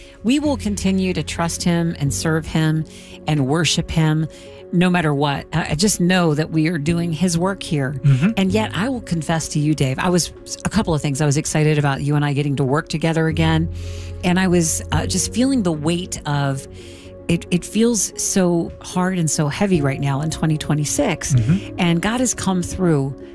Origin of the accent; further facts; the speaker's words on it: Ellicott City, Maryland, United States; Ellicott City, my hometown